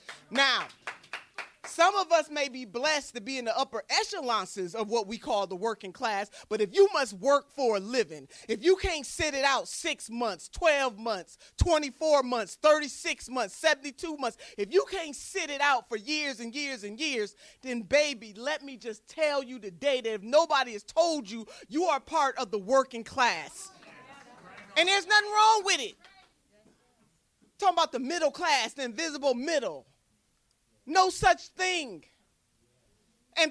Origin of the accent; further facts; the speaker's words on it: Ohio, United States; Ohio is my home state.